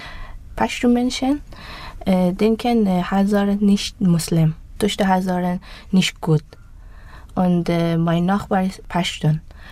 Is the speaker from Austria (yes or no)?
no; Afghanistan; German is a second language; now in Germany; Ich komme aus Afghanistan, ich bin 30 Jahre alt.